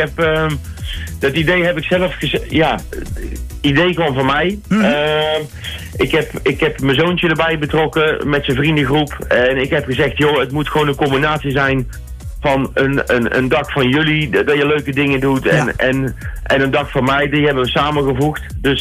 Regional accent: North Brabant, Netherlands; born there; also born or lived in Goeree-Overflakkee; Ik ben geboren op Goeree-Overflakkee, maar ik ben al bijna heel mijn leven woonachtig in Brabant.

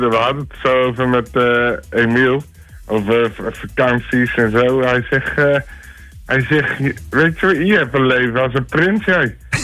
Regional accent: Houten, Utrecht, Netherlands; Ik kom uit Houten, bij Utrecht.

